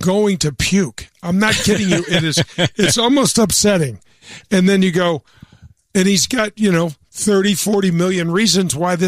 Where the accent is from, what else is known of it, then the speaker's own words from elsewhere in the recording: Midwest, United States; I grew up in here in the Midwest